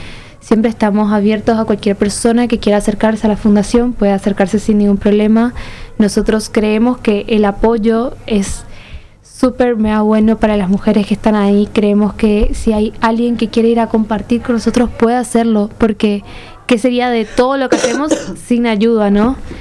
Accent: Argentina; now in Paraguay; Yo me estoy formando, yo soy argentina, pero soy 100% producto paraguayo. Me estoy formando acá en Paraguay, en la Universidad Americana.

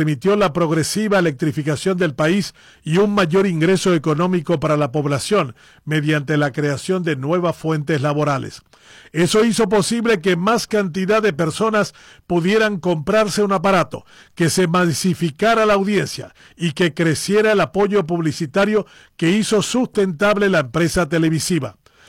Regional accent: Paraguay; sino como una reafirmación de nuestra identidad como paraguayos.

